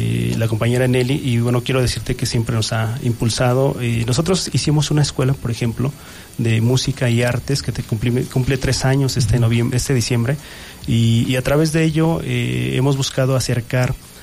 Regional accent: Xalatlaco, State of Mexico, Mexico

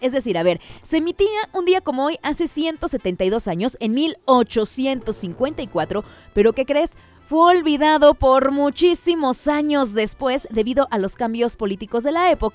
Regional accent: Mexico; nosotros los mexicanos

